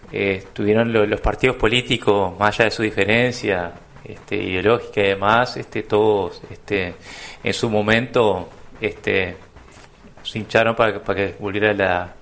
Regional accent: Uruguay; es parte también de nuestra identidad como uruguayos la reconstrucción histórica, ¿no?

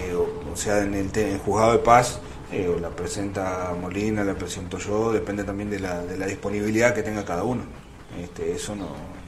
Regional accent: Salto, Uruguay; yo soy salteño.

